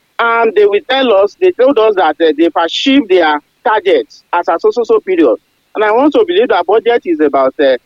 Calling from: Ibadan, Oyo, Nigeria; I'm calling from Ibadan.

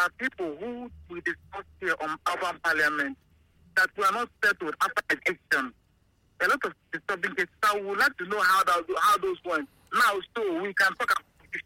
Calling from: Enugu, Enugu State, Nigeria; I'm calling from Enugu.

